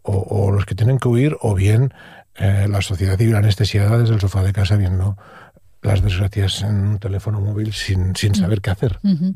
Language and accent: Spanish; Catalonia, Spain; en mi tierra, en Cataluña